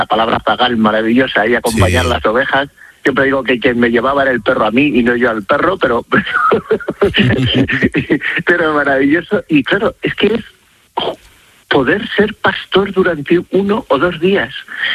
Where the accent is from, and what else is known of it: Castile and León, Spain; born or raised there